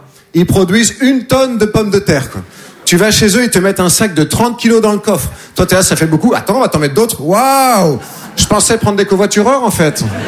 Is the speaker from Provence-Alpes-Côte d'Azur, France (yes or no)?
no; Nouvelle-Aquitaine, France